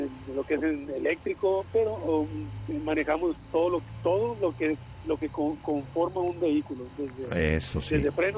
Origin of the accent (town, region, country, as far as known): Culiacán, Sinaloa, Mexico; moved away